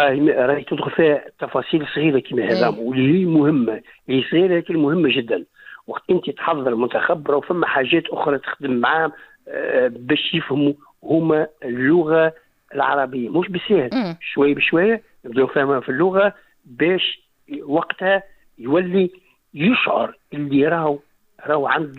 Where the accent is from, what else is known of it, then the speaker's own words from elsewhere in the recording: Tunisia; احنا اما تونسي 100%